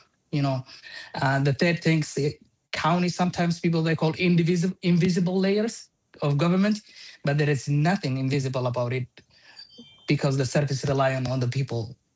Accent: Mogadishu, Banadir, Somalia; moved away as an adult; also born or lived in Lahore, Pakistan; now in St. Louis Park, United States; I was born and raised in Mogadishu, Somalia. I left to pursue my education in Pakistan, Lahore. Then 2014, I migrated to United States.

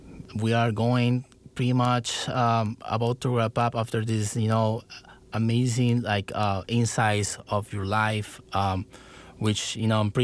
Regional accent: Cali, Valle del Cauca, Colombia; I'm from Cali, Colombia.

